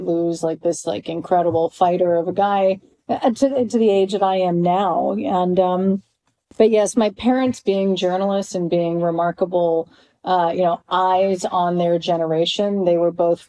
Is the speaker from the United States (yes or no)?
no; Canada; I was raised in Canada